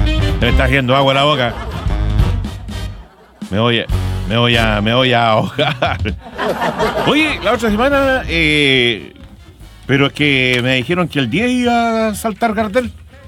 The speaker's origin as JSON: {"language": "Spanish", "town": "Talcahuano", "region": "Biobío", "country": "Chile", "tie": "born there"}